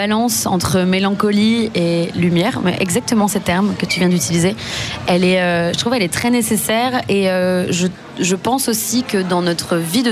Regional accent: France; Je suis française de base.

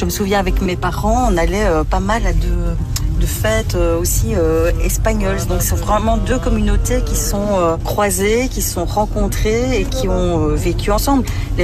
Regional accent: Belgium

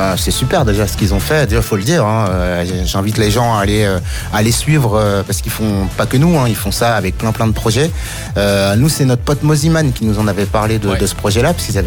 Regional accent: Lille, Hauts-de-France, France; also born or lived in Brussels; et faut savoir que nous on vient de Lille, donc on s'est vraiment forgé avec le regard vers la Belgique

